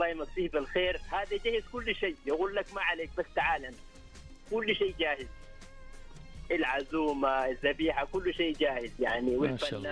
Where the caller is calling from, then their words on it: Turabah, Makkah Province, Saudi Arabia; أنا من تربة.